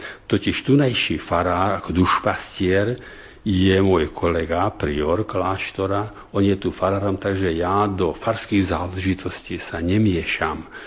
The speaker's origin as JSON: {"language": "Slovak", "region": "Nitra Region", "country": "Slovakia", "tie": "born there", "moved": "as an adult", "lives_now": "Jasov, Slovakia", "said": "ja som sa narodil pri Dunaji medzi Komárnom a Štúrovom, alebo medzi Komárnom a Ostrihomom"}